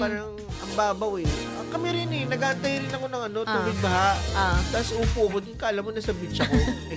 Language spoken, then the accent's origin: Tagalog; Manila, Metro Manila, Philippines; born there; yung mga binata sa amin sa Quiapo.